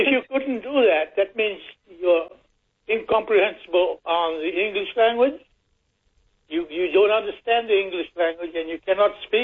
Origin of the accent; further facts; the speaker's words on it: Fiji; born there; And I was born in Fiji. How's that?